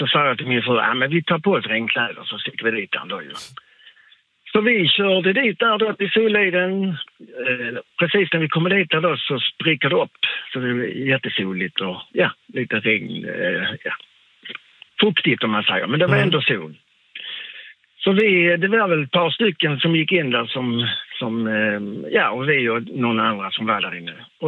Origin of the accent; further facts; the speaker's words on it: Malmö, Skåne, Sweden; Ja, men vi bor i en stuga här på Öland. Var kommer ni med? Ja, vi är från Malmö, sa jag.